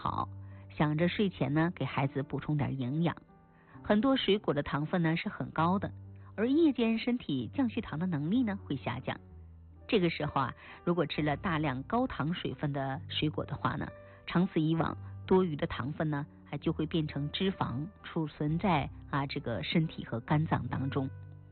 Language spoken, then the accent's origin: Chinese; China